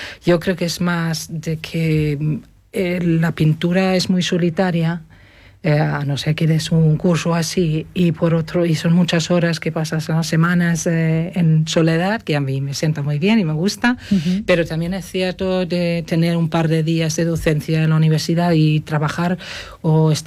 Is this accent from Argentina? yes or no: no; Northern Germany, Germany; Spanish is a second language; moved away as an adult; now in Amoeiro, Spain; como lo conocía de mi tierra natal